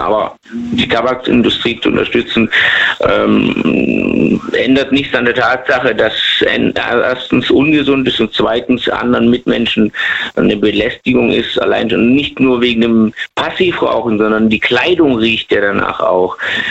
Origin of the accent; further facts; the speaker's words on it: Lebanon; German is a second language; now in Germany; Ich komme auch aus dem Libanon, also da ist auch leider.